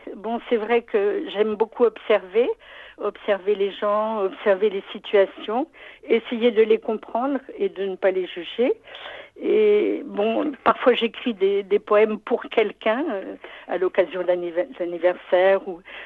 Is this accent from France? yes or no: yes; Versailles, Île-de-France, France; je raconte toute mon enfance à Versailles